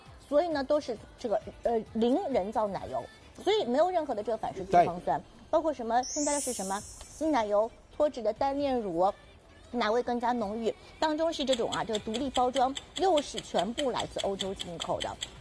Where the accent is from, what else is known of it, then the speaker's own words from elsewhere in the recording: Shanghai, China; 我们上海人